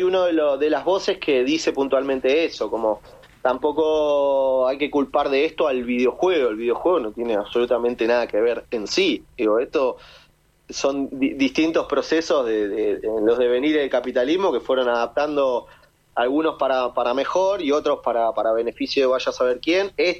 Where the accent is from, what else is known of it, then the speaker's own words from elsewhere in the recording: Argentina; Argentina, que es el país de donde soy y donde vivo